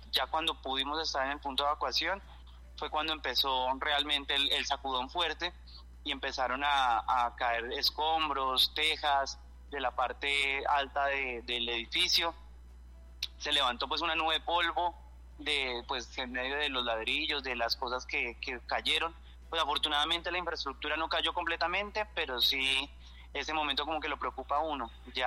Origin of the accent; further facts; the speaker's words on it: Llanos Orientales, Colombia; moved away as an adult; now in Cali, Colombia; las personas que somos de allá, que somos llaneros, que estamos acá en este momento en Cali